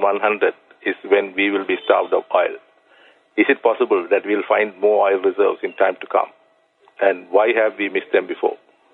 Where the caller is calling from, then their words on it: Sri Lanka; from Sri Lanka.